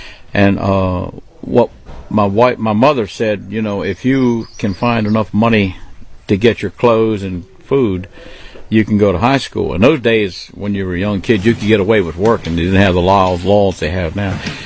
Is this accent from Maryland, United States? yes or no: yes; Maryland, United States; I was born and raised in Maryland, and we lived in an urban area